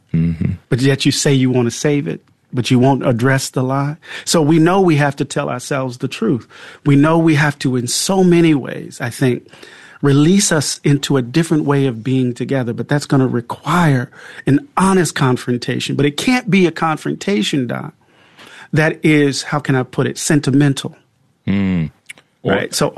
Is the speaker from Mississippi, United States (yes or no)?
yes; Mississippi, United States; I'm from Mississippi.